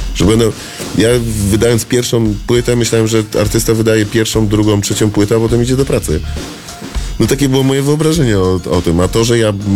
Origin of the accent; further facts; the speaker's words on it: Łódź, Łódź Voivodeship, Poland; moved away; wychowałem się na Aleksandrowskiej w Łodzi.